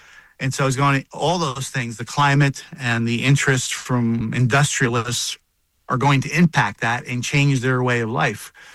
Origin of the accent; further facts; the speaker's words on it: New York City, New York, United States; I grew up in New York.